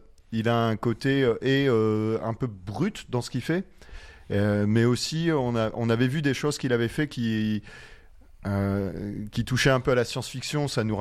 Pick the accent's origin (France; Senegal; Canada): France; On n'est pas éthiopien, on est... On est français